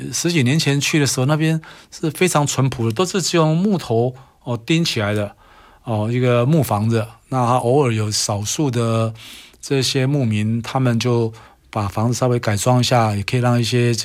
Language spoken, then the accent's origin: Chinese; Taiwan; 可能我们台湾人更能接受一些